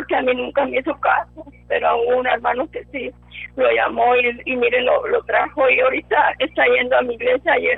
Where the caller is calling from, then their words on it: Matamoros, Tamaulipas, Mexico; de aquí de Matamoros